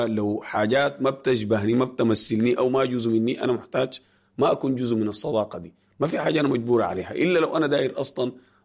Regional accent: Sudan; بالذات في أفريقيا وفي بلدنا السودان.

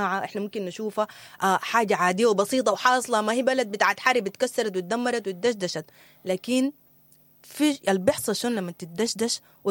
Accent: Sudan

